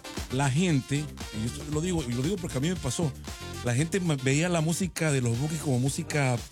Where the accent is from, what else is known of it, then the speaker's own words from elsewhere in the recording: southern Mexico, Mexico; Tú y yo que somos del sur de México